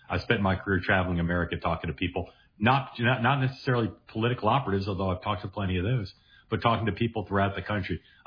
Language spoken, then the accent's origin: English; Washington, District of Columbia, United States; now in Manhattan, United States; I grew up in Washington. I've lived in Manhattan almost my entire adult life, and I went to Harvard College, Harvard University.